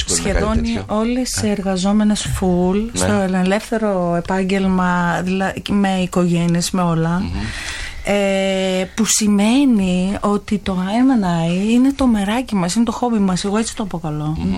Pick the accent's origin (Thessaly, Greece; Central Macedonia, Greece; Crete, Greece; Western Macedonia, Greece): Thessaly, Greece; Trikala; Είμαι τρικαλινή.